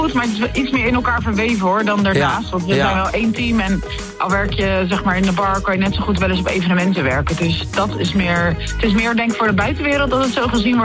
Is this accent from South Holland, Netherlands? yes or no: yes; De Lier, South Holland, Netherlands; ik kom uit De Lier.